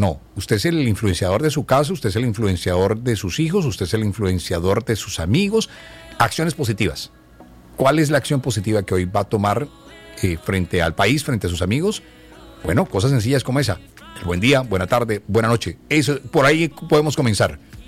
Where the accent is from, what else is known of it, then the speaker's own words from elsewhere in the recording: Colombia; fortalecernos como colombianos